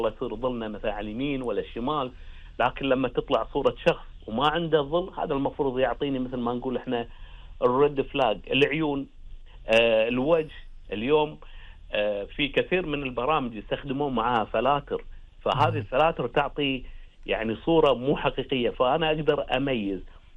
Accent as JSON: {"language": "Arabic", "country": "Kuwait", "said": "أنا كموظف كويتي،"}